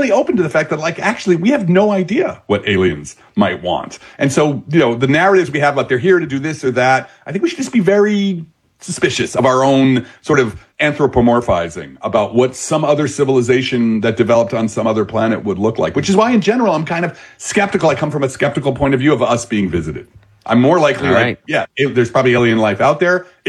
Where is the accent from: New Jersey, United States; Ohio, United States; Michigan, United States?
New Jersey, United States; Belleville